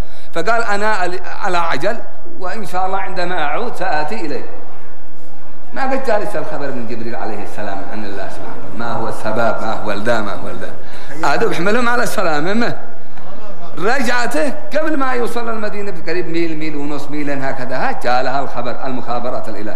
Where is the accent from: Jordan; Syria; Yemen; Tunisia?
Yemen; عندنا في اليمن